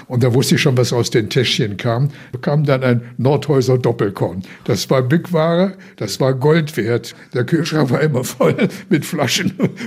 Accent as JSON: {"language": "German", "region": "Lower Saxony", "country": "Germany", "tie": "born or raised there", "said": "Ich bin im Harz aufgewachsen vom Nordwestdeutschen Rundfunk."}